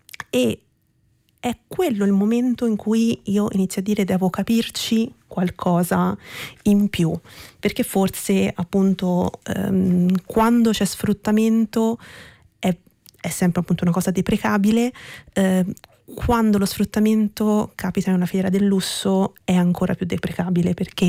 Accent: Prato, Tuscany, Italy; Io sono cresciuta a Prato, nel distretto tessile più grande d'Europa.

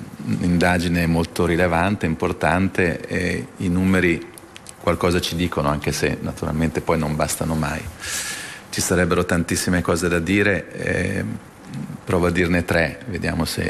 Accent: Milan, Lombardy, Italy; io sono di Milano

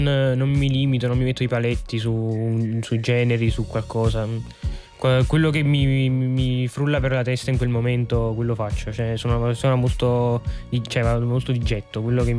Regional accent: Avellino, Campania, Italy; moved away as an adult; now in Naples, Italy; Io comunque sono nato a Avellino, e Avellino è molto vicino a Napoli, quindi diciamo fin da piccolo ho sempre visto Napoli come la città, perché comunque Avellino è una città di provincia, ci conosciamo tutti rispetto a Napoli

